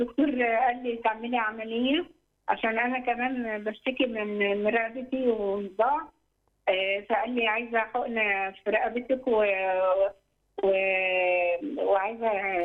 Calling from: Alexandria, Alexandria Governorate, Egypt; أنا بنت الرب من اسكندرية.

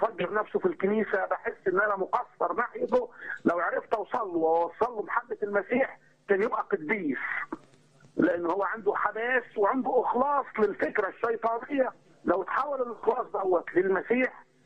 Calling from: Minya, Minya Governorate, Egypt; حضرتك من المنيا.

